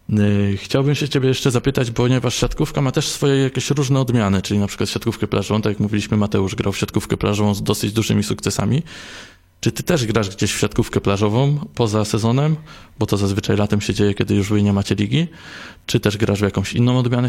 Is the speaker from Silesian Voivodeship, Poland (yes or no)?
no; Pomeranian Voivodeship, Poland; A ja jestem z Kaszub, więc u mnie na Kaszubach to jeszcze 20-30 centymetrów.